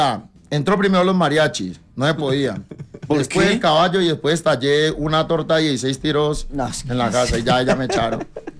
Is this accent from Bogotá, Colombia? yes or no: yes; Bogotá, Colombia; born there; porque yo nací aquí en Bogotá.